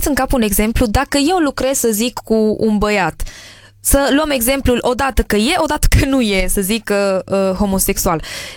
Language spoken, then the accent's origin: Romanian; Spain; moved away; sunt obișnuită pentru că am crescut în Spania.